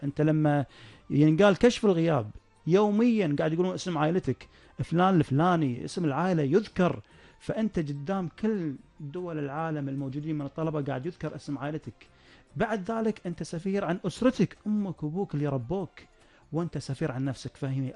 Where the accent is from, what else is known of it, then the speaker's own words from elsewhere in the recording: Kuwait; عشان أرد جزء من ما قدمت لي ديرتي